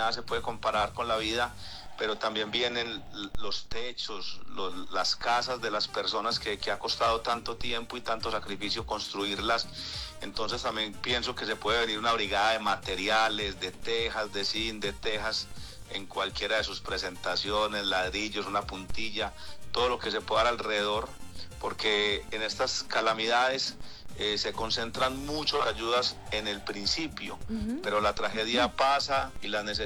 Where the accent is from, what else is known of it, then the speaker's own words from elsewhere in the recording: Cartago, Valle del Cauca, Colombia; also born or lived in Itagüí; Pero yo he sido un artista que nací en Itagüí, Antioquia. Mis padres son de Pueblo Rico, en el suroeste, pero desde muy niño llegué a Cartago, en el norte del valle